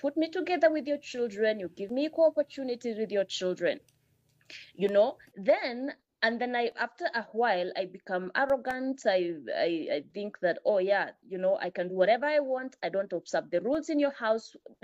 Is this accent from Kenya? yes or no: yes; Kenya; you are in my country here in Kenya. I'm a Kenyan and I don't have a job.